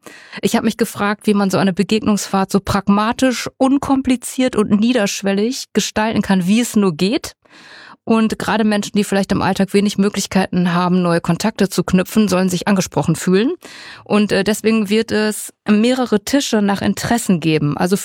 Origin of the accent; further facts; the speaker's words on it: Schleswig-Holstein, Germany; now in Münster, Germany; Ich komme aus Schleswig-Holstein und ich bin sehr mit dem Wasser verbunden.